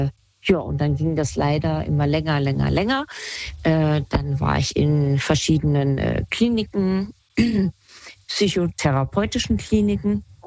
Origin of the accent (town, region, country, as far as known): Kassel, Hesse, Germany; moved away